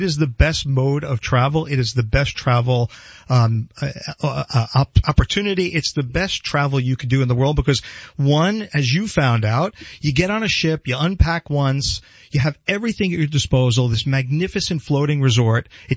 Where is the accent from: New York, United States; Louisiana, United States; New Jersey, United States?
New York, United States; And I grew up in Brooklyn, New York